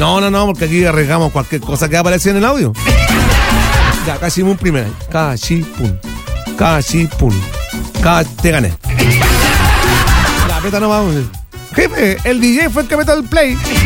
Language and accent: Spanish; Villa Alemana, Valparaíso, Chile; Los primos somos de Villa Aleman